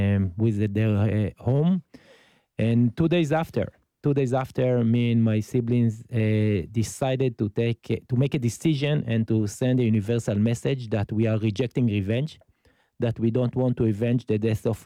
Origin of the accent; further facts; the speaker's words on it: Southern District, Israel; I was born and raised in Kibbutz Niraim, a mile away from the border in Gaza, with my three sisters and my young brother.